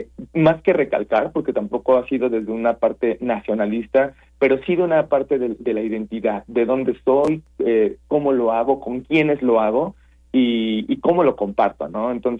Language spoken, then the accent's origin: Spanish; Guanajuato, Mexico; en Guanajuato, de donde yo soy originario.